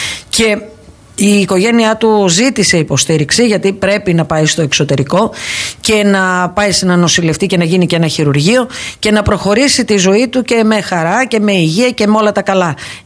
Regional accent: Western Greece, Greece; ως Ιτωλοκαρνάνες και ως Έλληνες

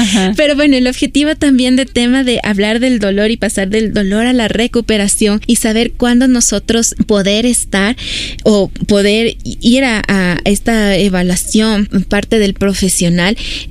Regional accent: Ecuador; nosotros como cultura latina, como cultura ecuatoriana

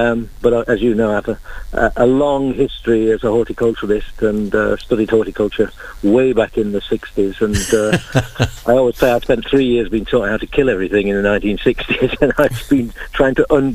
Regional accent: Yorkshire and the Humber, United Kingdom; I grew up in South Yorkshire

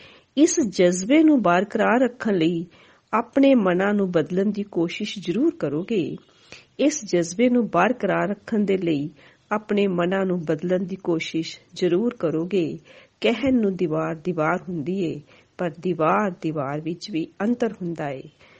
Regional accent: Patiala, Punjab, India; ਸਾਰਿਆਂ ਨੂੰ ਮੇਰੀ ਪਿਆਰ ਭਰੀ ਸਤਿ ਸ੍ਰੀ ਅਕਾਲ। ਮੈਂ ਪਟਿਆਲਾ ਤੋਂ

